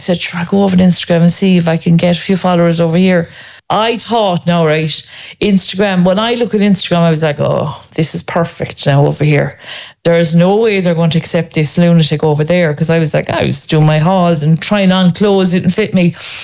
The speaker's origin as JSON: {"language": "English", "country": "Ireland"}